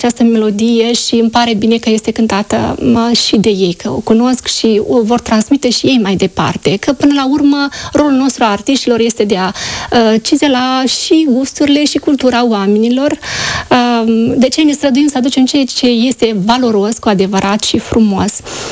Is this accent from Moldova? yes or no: yes; Moldova; se înțelege că sunt din Basarabia, din Moldova.